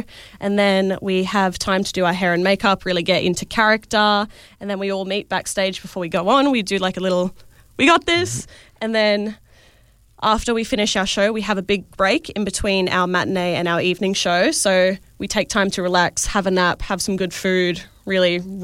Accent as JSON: {"language": "English", "town": "Darwin", "region": "Northern Territory", "country": "Australia", "tie": "born there", "also_born_or_lived": "New South Wales", "said": "I'm originally from New South Wales, and then I moved here, and the dance scene wasn't really a big thing when I moved here. I was only seven"}